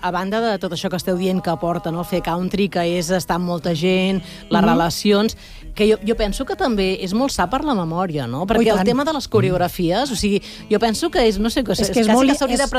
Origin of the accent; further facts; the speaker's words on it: Catalonia, Spain; Jo soc molt catalana